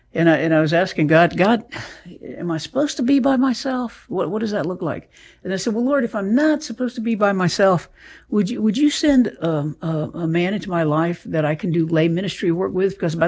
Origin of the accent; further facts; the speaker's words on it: Columbus, Georgia, United States; I'm originally from Georgia. The Columbus and Fort Benning area.